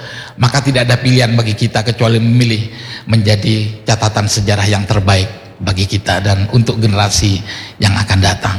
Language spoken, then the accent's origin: Indonesian; Sumenep, East Java, Indonesia; born there; now in Surabaya, Indonesia; Karena saya terlahir di Sumenep di keluarga yang Islam.